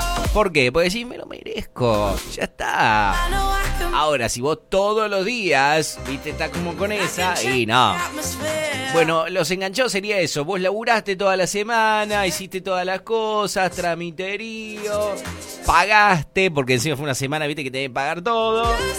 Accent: Argentina; no, de Argentina, pero la estoy de vacaciones.

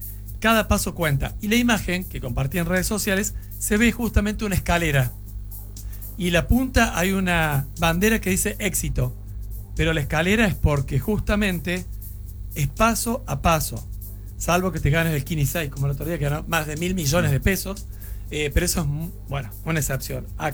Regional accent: Argentina

